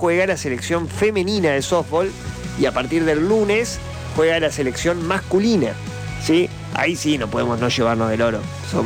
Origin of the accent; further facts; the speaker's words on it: Argentina; acá en Argentina nosotros no queremos ser malos.